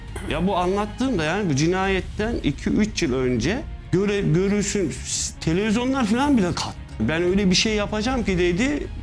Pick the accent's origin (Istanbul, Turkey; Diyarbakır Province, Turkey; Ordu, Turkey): Diyarbakır Province, Turkey; Diyarbakır; Ondan sonra hayırdır sen de Diyarbakırlı mısın filan dedim. Ben Diyarbakırlıyım filan, ne yapıyorsun Ankara'da dedim.